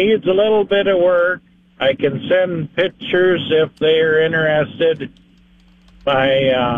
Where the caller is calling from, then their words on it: Canby, Minnesota, United States; I'm from Canby, Minnesota.